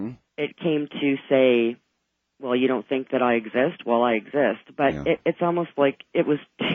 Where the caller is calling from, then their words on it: Mississauga, Ontario, Canada; I'm calling from Mississauga, Ontario, Canada.